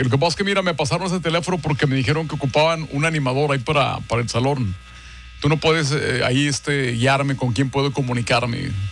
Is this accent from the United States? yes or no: no; Torreón, Coahuila, Mexico; No, yo vengo de Torreón, compadre